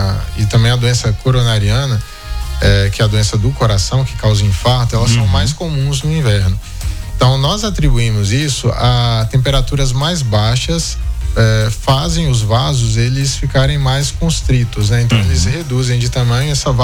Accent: Piatã, Bahia, Brazil; now in Espírito Santo, Brazil; eu não sou do Espírito Santo, eu sou da Bahia, nascido e criado. Minha família mora na Bahia, meus pais moram na Bahia, numa cidade chamada Piatã. Cidade do melhor café do Brasil.

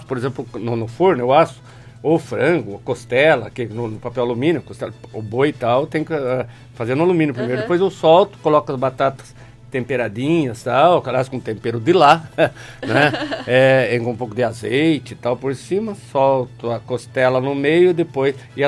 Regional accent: São Paulo, Brazil; eu não torço pro Goiás, eu sou de São Paulo.

